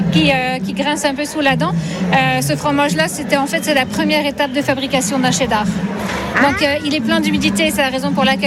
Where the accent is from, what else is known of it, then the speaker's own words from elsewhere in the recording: Magog, Quebec, Canada; Alors moi, je suis de Magog, en Estrie. C'est à peu près à 120 km à l'est de Montréal, pas très loin de la frontière avec le Vermont.